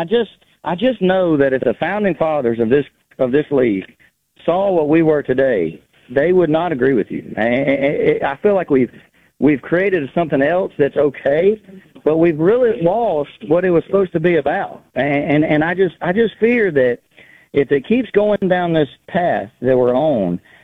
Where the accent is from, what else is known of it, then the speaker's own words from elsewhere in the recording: Alabama, United States; Most people born and raised right here in Alabama, we care way more about college football than we do the NFL.